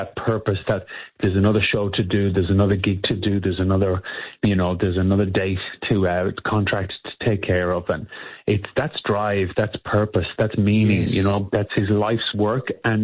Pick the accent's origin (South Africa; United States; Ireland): Ireland; moved away; I was a dancer growing up in Ireland.